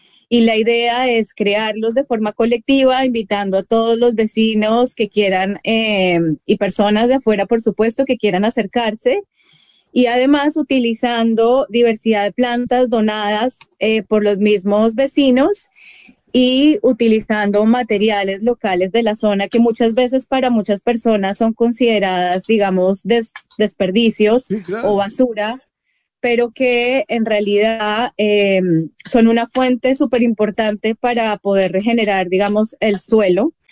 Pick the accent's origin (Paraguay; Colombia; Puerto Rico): Colombia; now in Uruguay; Bueno, yo soy de Colombia, mi compañero es de Argentina y bueno, terminamos acá en Uruguay.